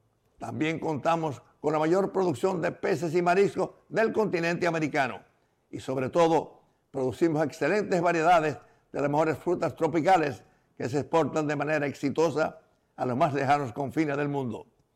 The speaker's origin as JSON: {"language": "Spanish", "country": "Dominican Republic", "said": "la presidencia de la República Dominicana en mi país"}